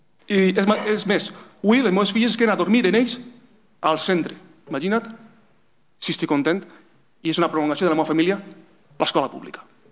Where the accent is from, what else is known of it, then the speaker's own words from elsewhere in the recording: Pego, Valencian Community, Spain; Vaig a parlar ara com a pegolí. Com a pegolí.